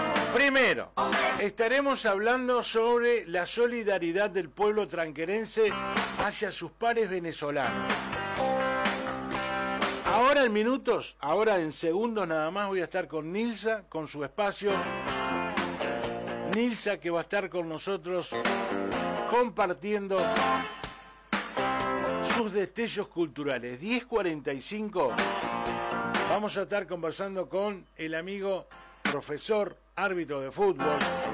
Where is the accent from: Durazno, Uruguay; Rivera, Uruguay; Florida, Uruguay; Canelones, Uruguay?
Rivera, Uruguay; ¡Soy de Rivera también!